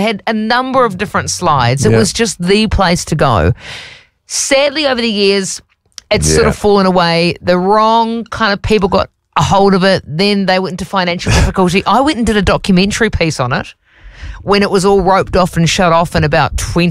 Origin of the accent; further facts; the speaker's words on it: Dargaville, Northland, New Zealand; And as a kid growing up in Dargaville